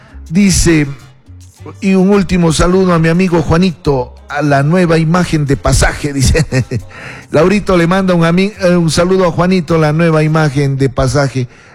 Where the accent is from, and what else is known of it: Ecuador